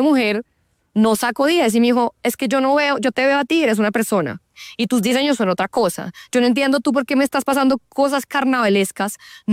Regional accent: Bogotá, Colombia; born there; yo pues soy andina, nací en Bogotá, a mí me encanta irme al páramo a meterme en agua de páramo

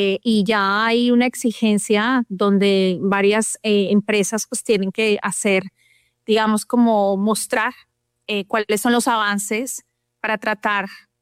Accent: Colombia; somos muchos colombianos en esta línea de negocios

